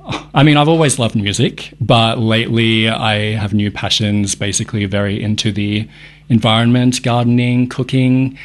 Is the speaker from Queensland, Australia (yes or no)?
no; Melbourne, Victoria, Australia; I grew up in the eastern suburbs.